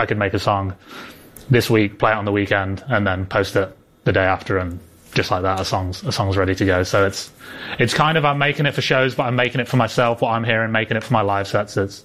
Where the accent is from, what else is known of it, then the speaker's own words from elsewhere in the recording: England, United Kingdom; now in Los Angeles, United States; Since I live in LA now, but I'm English, so I've had a big influence from Spanish music.